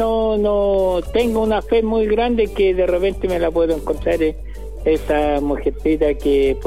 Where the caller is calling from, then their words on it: Victoria, Araucanía, Chile; yo soy de Victoria hacia el campo.